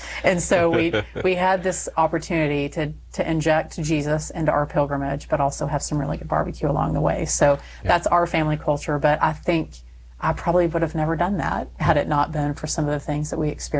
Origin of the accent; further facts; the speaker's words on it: Texas, United States; So I'm Texan.